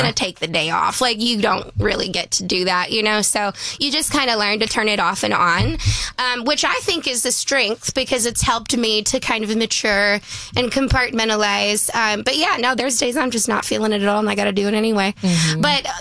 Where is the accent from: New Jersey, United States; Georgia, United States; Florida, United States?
Georgia, United States; Dalton; moved away as an adult; now in Midwest, United States; I'm actually from Georgia. Originally, I'm from Dalton, Georgia. Shout out Dalton, carpet capital of the world